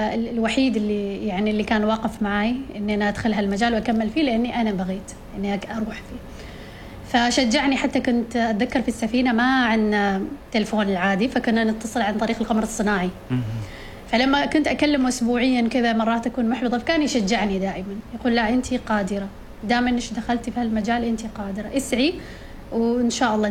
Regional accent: Oman; نحن من سلطنة عمان

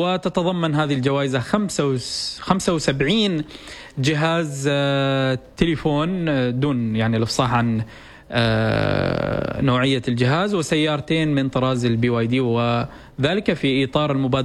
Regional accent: Oman; عندنا في سلطنة عمان

